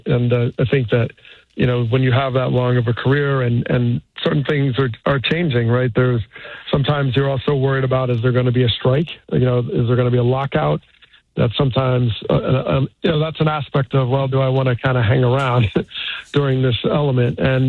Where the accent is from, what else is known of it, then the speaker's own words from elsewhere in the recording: New Jersey, United States; I grew up in New Jersey, so I saw that tone